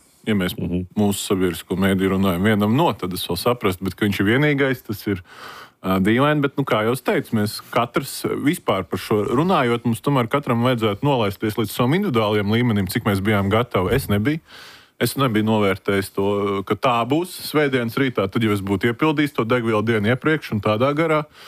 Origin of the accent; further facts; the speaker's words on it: Sigulda Municipality, Latvia; man es no Siguldas novada.